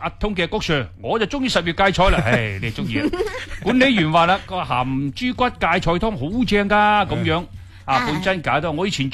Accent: Guangdong, China; 我哋广东人煲汤最中意嘅

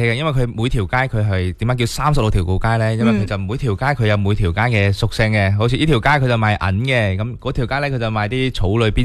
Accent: Guangdong, China; 如果好似我哋广东人嚟讲，中意饮热嘢噶嘛，

